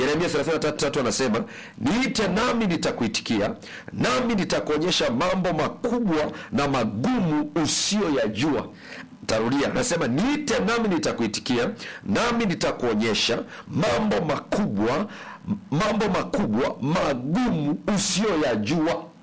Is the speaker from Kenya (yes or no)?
no; Kiteto, Manyara, Tanzania; Natoka wilaya ya Kiteto mkoa wa Manyara.